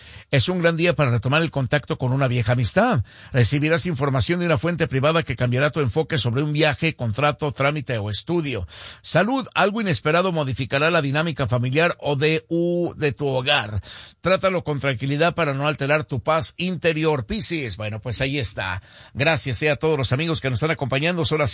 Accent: Huejúcar, Jalisco, Mexico; born there; moved away; para ir a mi pueblo

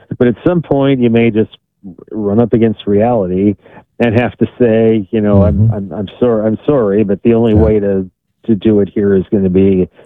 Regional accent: Wisconsin, United States; My home state, Wisconsin, hasn't had the death penalty since sometime in the 1800s.

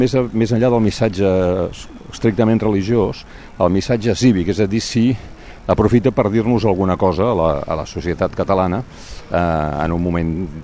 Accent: Barcelona, Catalonia, Spain; Jo crec, o almenys per mi com a barceloní

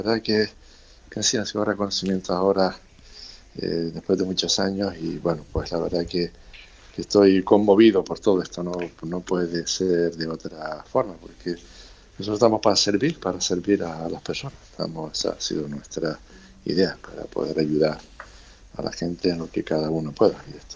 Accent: Spain; a mi pueblo de Terós, que es el pueblo de toda la vida. Yo sigo empadronado en mi pueblo, tenemos una casa familiar y soy vecino del pueblo

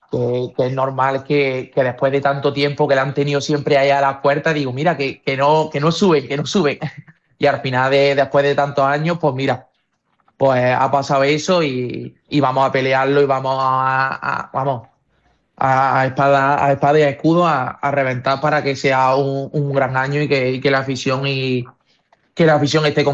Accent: Córdoba, Andalusia, Spain; moved away as an adult; also born or lived in Rota; yo nací en Rota, pero que mi familia, mis amigos, todo el mundo es de Córdoba y vamos, que soy cordobés.

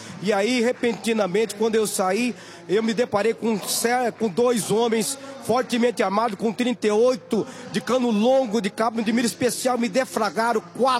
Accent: Cuiabá, Mato Grosso, Brazil; eu sou do estado do Mato Grosso, da capital, Cuiabá.

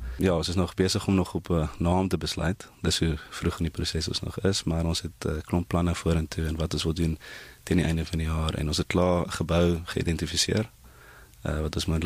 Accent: Pretoria, Gauteng, South Africa; In Pretoria. Dis op skool by Pretoria Boys High gewees. In die koshuis.

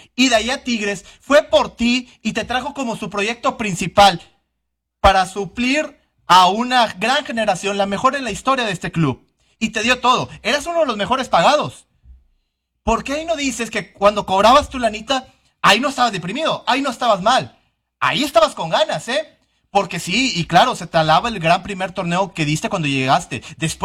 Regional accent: Monterrey, Nuevo León, Mexico; yo orgullosamente soy regiomontano y mexicano

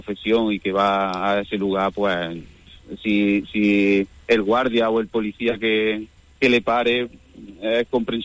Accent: Añora, Andalusia, Spain; now in Villanueva de Córdoba, Spain; Sí, sí, en Villanueva, en Añora, en mi pueblo también lo he escuchado.

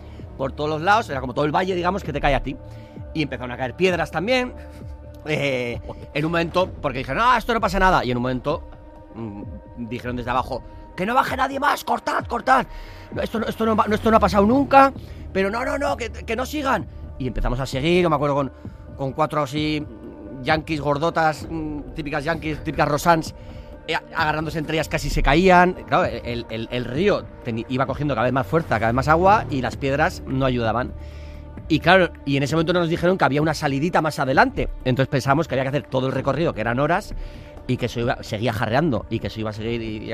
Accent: San Sebastián, Basque Country, Spain

